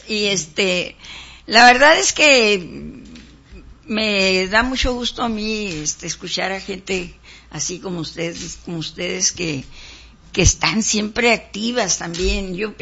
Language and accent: Spanish; Mexicali, Baja California, Mexico; de ahí soy, de Loma Linda